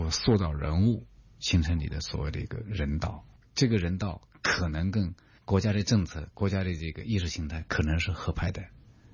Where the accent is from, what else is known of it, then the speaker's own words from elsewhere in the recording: China; 我们中国人